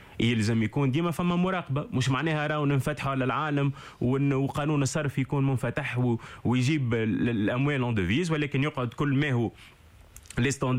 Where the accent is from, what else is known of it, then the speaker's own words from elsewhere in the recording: Tunisia; انا في 100 تونسيا 100 ماروكان انا الوالده مغربيه